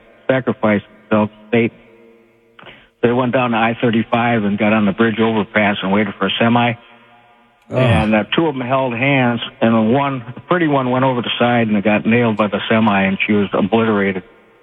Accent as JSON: {"language": "English", "region": "Wisconsin", "country": "United States", "said": "I'm originally from Wisconsin, but I saw thousands of cases."}